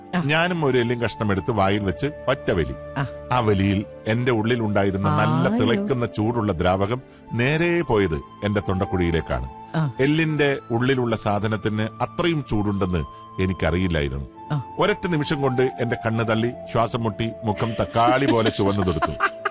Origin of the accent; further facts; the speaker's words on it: Thiruvananthapuram, Kerala, India; തിരുവനന്തപുരത്ത് ജനിച്ചു വളർന്ന ഞാൻ ഇതിനെക്കുറിച്ച് കേട്ടിട്ട് പോലുമില്ലായിരുന്നു. കല്യാണ ശേഷമാണ് ആദ്യമായി ഈ ഭക്ഷണം കാണുന്നത് തന്നെ.